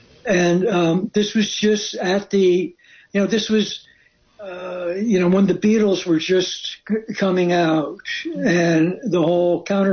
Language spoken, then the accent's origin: English; New Jersey, United States; No, I grew up in New Jersey.